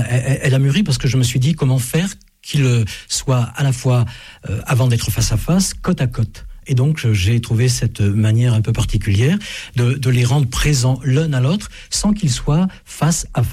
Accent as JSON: {"language": "French", "region": "Auvergne-Rhône-Alpes", "country": "France"}